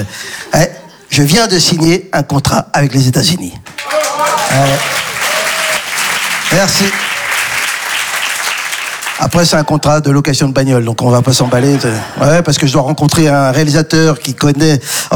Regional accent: Belgium; Faire carrière au States, c'est pas évident, hein, surtout quand on est belge et congolais, quoi.

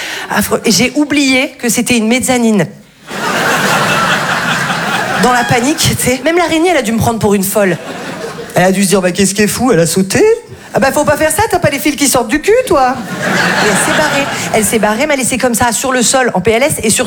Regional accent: Val-de-Blore, Provence-Alpes-Côte d'Azur, France; là d'où je viens, c'était assez compliqué les trajets en ambulance, parce que moi, je viens d'un tout petit village qui s'appelle Val-de-Blore.

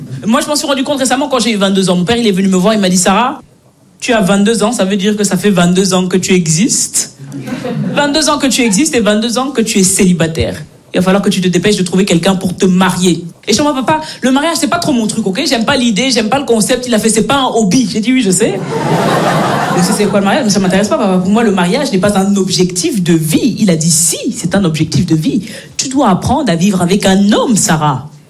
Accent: Belgium; born or raised there

